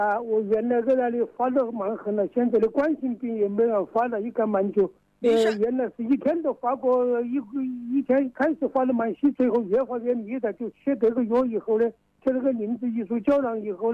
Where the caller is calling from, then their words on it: Gong'an, Hubei, China; 我是湖北公安县的闸口镇的。